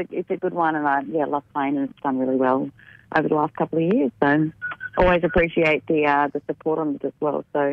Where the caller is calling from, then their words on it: Redcliffe, Queensland, Australia; I'm calling from Redcliffe in Queensland.